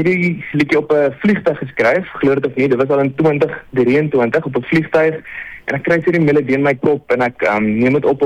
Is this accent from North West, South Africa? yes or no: no; Durbanville, Western Cape, South Africa; ek is ook net hier om die draai van julle, of nie om die draai nie. Ek is van Durban wil